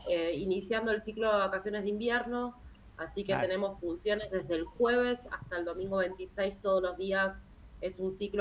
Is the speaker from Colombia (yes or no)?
no; Neuquén, Argentina; a pesar de ser una provincia en el imaginario de país, que somos la provincia de Vaca Muerta